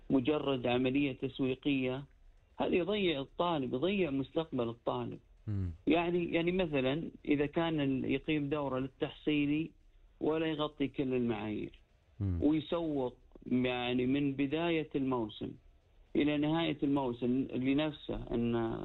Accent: Saudi Arabia; أغلب الدورات عندنا في السعودية كلها تبث من خارج المملكة.

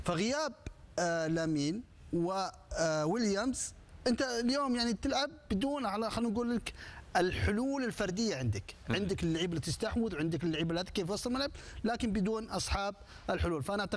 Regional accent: Saudi Arabia; احنا كسعوديين

